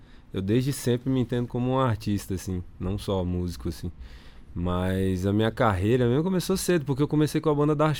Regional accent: Brasília, Federal District, Brazil; eu cresci em Sobradinho 2, e lá o pessoal sempre ouviu muito rap

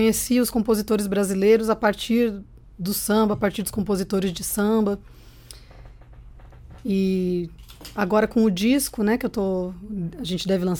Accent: Porto Alegre, Rio Grande do Sul, Brazil; Não, comecei a cantar em Porto Alegre, de onde eu vim.

